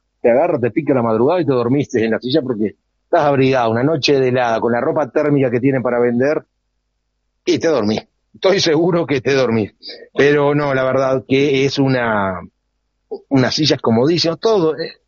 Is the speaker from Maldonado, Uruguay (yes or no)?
no; Canelones, Uruguay; 6, 7 amigos que venimos de allá, de Canelones, de los Pagos de la Costa, de Araminda, el club.